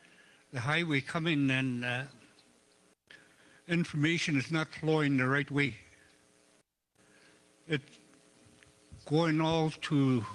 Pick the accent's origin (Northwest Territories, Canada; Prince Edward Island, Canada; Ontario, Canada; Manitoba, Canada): Northwest Territories, Canada; Fort Good Hope; I'm from Port Good Hope.